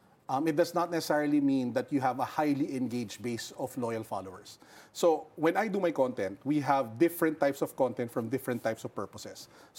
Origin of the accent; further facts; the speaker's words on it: Hagonoy, Central Luzon, Philippines; I'm from Bulacan. Hagunoy po ako galing.